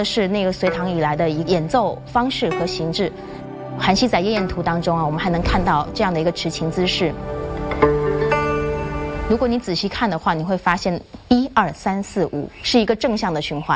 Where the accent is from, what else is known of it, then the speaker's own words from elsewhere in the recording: Quanzhou, Fujian, China; 作为一个土生土长的泉州人，很幸运能够生活在男音家庭。